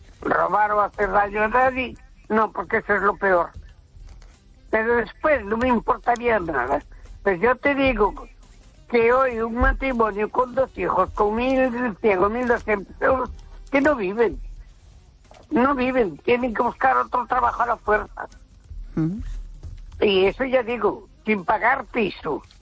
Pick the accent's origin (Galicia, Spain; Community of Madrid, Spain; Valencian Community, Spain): Galicia, Spain; A Coruña; Buenas noches. … de Coruña.